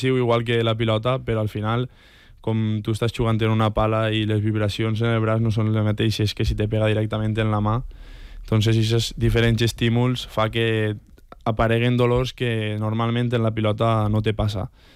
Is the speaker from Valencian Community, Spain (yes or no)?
yes; Montserrat, Valencian Community, Spain; jo sóc de Montserrat